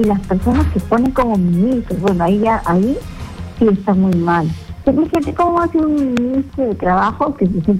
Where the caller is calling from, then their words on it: Lima, Peru; De la Victoria.